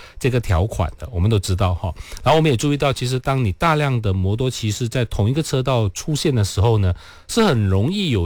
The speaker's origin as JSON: {"language": "Chinese", "country": "Malaysia", "said": "而且我们马来西亚人特别喜欢这种就是破世界纪录"}